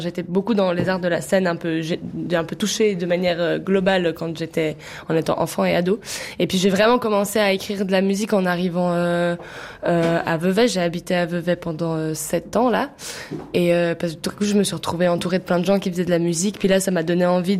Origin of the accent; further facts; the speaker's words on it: Galicia, Spain; moi, je viens du nord de l'Espagne, je viens de Galice. Puis c'est pas du tout dans notre culture.